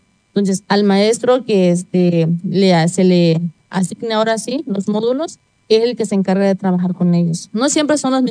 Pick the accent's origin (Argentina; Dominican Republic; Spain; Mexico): Mexico; Cochoapa, Guerrero; soy originaria de Cochoapa, pero estoy trabajando aquí como docente en el Bachillerato Intercultural Plantel 08 Zapualpan.